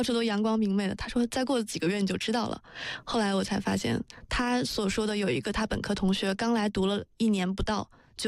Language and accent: Chinese; China; moved away